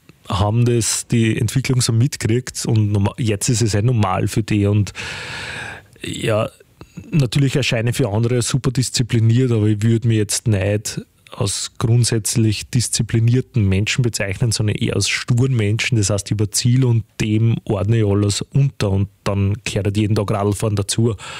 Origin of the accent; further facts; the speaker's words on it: Geiselberg, Lower Austria, Austria; now in Wolkersdorf, Austria; oft in meine alte Heimat, weil ich komme aus Geiselberg bei Zistersdorf.